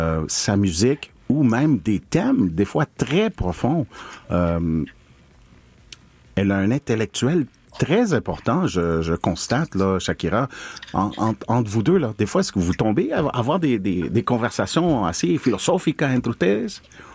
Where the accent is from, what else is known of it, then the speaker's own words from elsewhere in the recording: Barranquilla, Atlántico, Colombia; Je disais, écoute, je viens de Barranquilla.